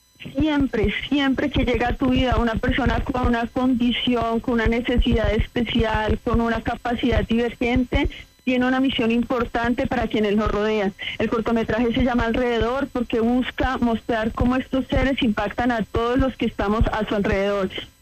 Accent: San Eduardo, Boyacá, Colombia; venimos de San Eduardo, un pueblo súper chiquitito

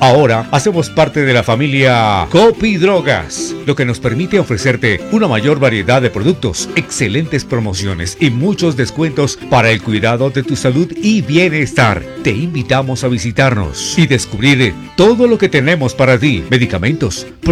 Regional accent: Samacá, Boyacá, Colombia; al frente del antiguo local, en Samacá. En Samacá. En mi tierra

